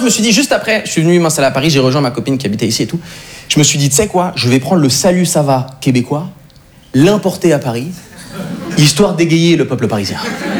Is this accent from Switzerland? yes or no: yes; Switzerland; moved away as an adult; also born or lived in Montreal, Canada; now in France; en plus d'être suisse, je suis brésilien. Ouais, c'est bizarre, hein. J'ai une tête d'Allemand, j'ai grandi en Suisse et j'ai de la famille en Amérique du Sud.